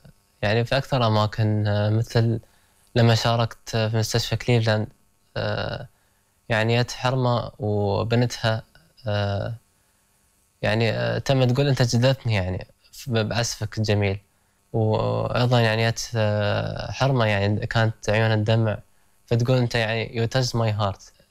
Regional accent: United Arab Emirates; أنا كإماراتي

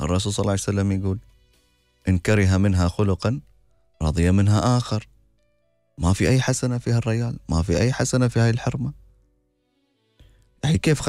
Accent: Sharjah, United Arab Emirates; من إمارة الشارقة، ما عندي دخل غير الراتب وعلي التزامات.

